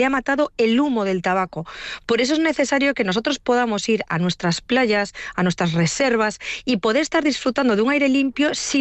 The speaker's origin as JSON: {"language": "Spanish", "region": "Galicia", "country": "Spain", "said": "yo como buena gallega"}